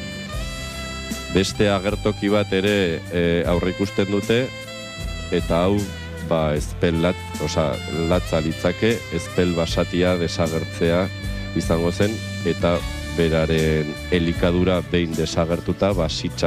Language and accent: Basque; Aibar, Navarre, Spain; Gure herrian Oibarren